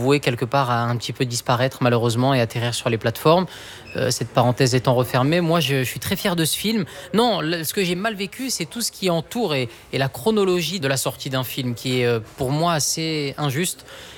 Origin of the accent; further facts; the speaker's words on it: Occitanie, France; born there; je suis né dans le Gard.